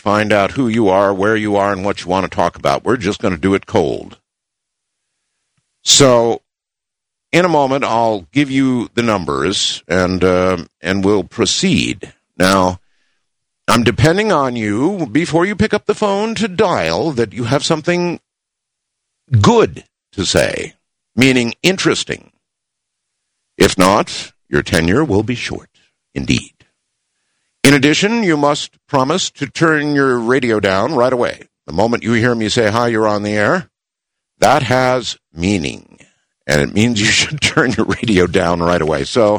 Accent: Mexico, New York, United States; My hometown of Mexico, New York, has about 72 inches of snow.

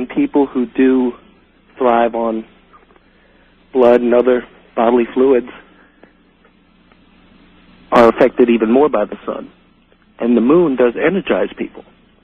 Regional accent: New Orleans, Louisiana, United States; now in Florida, United States; Precisely that I'm from New Orleans, Louisiana. I'm calling from Florida right now.

